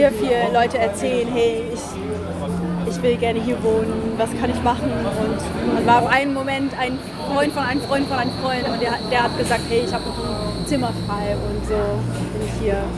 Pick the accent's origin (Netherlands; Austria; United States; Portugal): Netherlands; German is a second language; moved away as an adult; now in Hamburg, Germany; ich komme eigentlich aus den Niederlanden. Ich wohne seit 2 Jahren hier in Hamburg